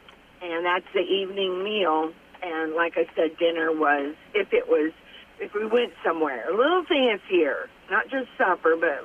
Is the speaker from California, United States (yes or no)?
no; Texas, United States; I was raised in Texas